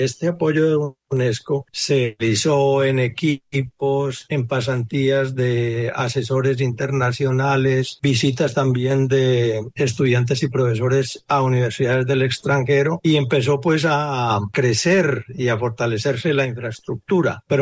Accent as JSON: {"language": "Spanish", "region": "Caldas", "country": "Colombia", "also_born_or_lived": "Manchester / Gainesville", "moved": "yes", "lives_now": "Cali, Colombia", "said": "A pesar de ser caldense, ya me siento vallecaucano."}